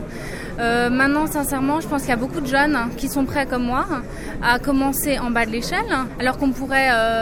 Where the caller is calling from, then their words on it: Grand Est, France; si je reste en Alsace